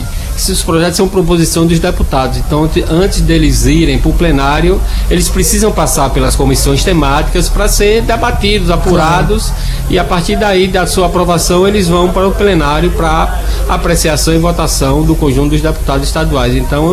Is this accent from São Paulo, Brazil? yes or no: no; Irecê, Bahia, Brazil; sou do interior de Irecê.